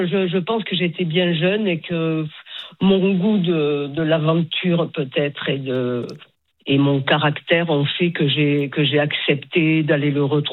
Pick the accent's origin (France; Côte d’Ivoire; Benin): France; Toulouse, Occitanie; now in Paris, France; je suis toulousaine.